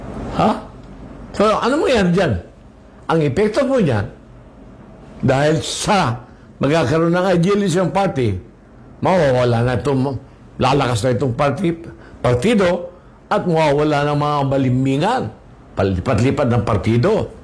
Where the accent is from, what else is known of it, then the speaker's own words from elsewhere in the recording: Zamboanga del Sur, Philippines; For example, ako taga Zamboanga del Sur.